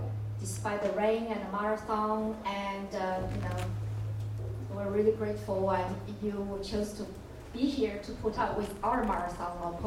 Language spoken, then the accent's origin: English; China; moved away; we grew up in China